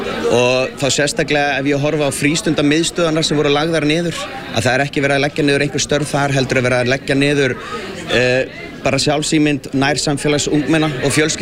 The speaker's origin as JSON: {"language": "Icelandic", "town": "Reykjavík", "region": "Capital Region", "country": "Iceland", "tie": "born or raised there", "said": "Eins og ég persónulega ólst upp í Breiðholtinni í gegnum Miðberg, fór svo að vinna þar og starfa nú fyrir vettvanginn."}